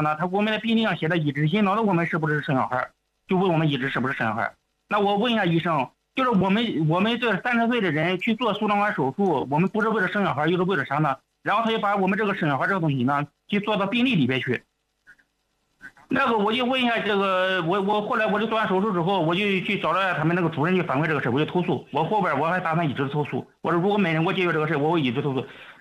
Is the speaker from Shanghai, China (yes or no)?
no; Lijin, Shandong, China; 因为我们是在利津，我老家是利津的